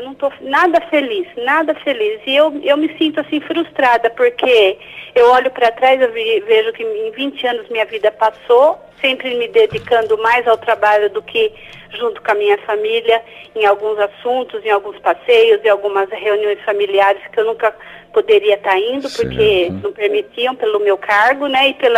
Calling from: Campinas, São Paulo, Brazil; Eu falo de Campinas.

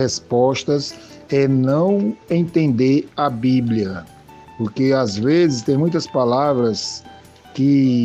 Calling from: Cruzeiro do Sul, Acre, Brazil; Padre João Carlos, eu falo aqui de Cruzeiro do Sul, no Acre.

